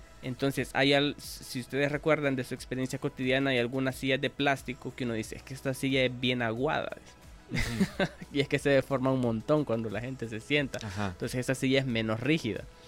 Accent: Honduras; desde mi perspectiva como docente y como hondureño

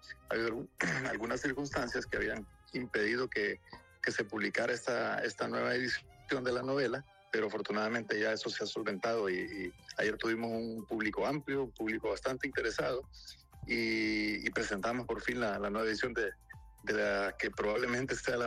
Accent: Honduras; la novela que mejor nos representa como hondureños, y es la novela que con la que probablemente todos podamos sentirnos identificados

